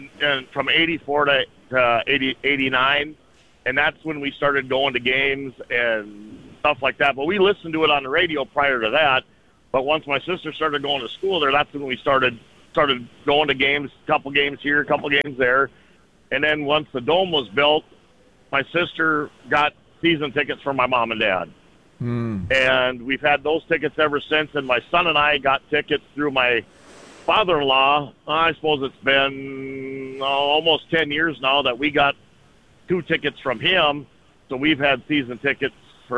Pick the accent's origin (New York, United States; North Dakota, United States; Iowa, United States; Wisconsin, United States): North Dakota, United States; Wahpeton; also born or lived in Minneapolis-St. Paul area; now in Enderlin, United States; Well, I grew up in Wahpeton, went to high school there, and then I got married. We moved to Minneapolis, St. Paul area for, 5, 6, 7 years. Had 2 kids, moved back, and lived out. I live out